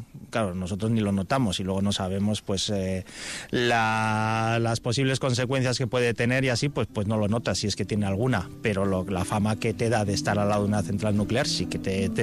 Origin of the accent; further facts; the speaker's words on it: Sobrón, Basque Country, Spain; Yo y mi hermano, que es el otro socio de la empresa, somos de aquí de Sobrón de toda la vida